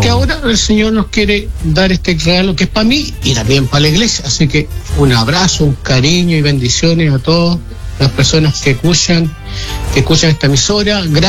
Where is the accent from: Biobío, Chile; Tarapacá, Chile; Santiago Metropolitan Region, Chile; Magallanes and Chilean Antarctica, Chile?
Santiago Metropolitan Region, Chile; Santiago; Yo soy de Santiago y me vine hace unos años para acá, me gustó el campo y me quedé por estos lados.